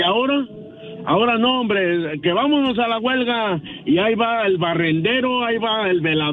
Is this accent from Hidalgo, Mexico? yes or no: no; Zamora, Michoacán, Mexico; now in Jerome, United States; Pero soy de Zamora, Michoacán.